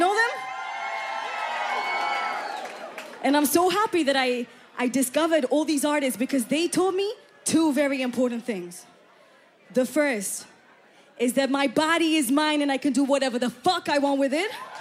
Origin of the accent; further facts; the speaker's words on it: India; because I'm Indian and I come from a very traditional family.